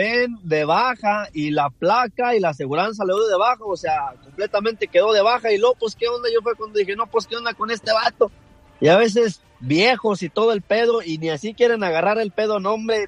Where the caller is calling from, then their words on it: Fort Worth, Texas, United States; porque yo vivo aquí en Fort Worth, yo soy aquí de Fort Worth.